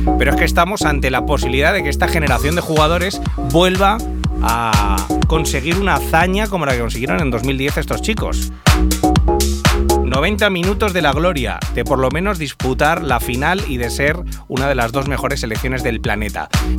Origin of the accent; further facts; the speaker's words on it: Spain